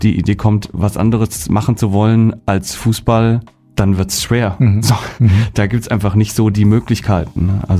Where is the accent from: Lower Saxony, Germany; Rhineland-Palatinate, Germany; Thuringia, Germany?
Thuringia, Germany; Eisenach; ich komme aus der Nähe von Eisenach, also nicht so richtig aus der Stadt.